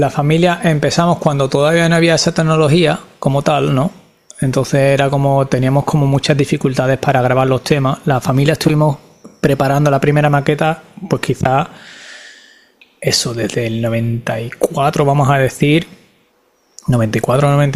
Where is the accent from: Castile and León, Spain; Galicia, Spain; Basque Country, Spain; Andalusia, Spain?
Andalusia, Spain; Seville; Yo me he criado entre Los Pajaritos y Torreblanca, ¿no? Porque mi familia también pues, vivía en Torreblanca y yo veraneaba, mi verano era pasar el verano con mis primos en Torreblanca